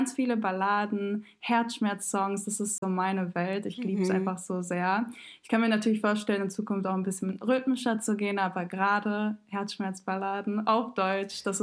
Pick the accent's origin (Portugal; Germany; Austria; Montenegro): Montenegro; Meine Mutter liebt es ja so sehr. Wir kommen aus Montenegro und jedes Mal, wenn Montenegro da auch mitmacht, sind wir so, okay, Eurovision ist so das Ding bei uns.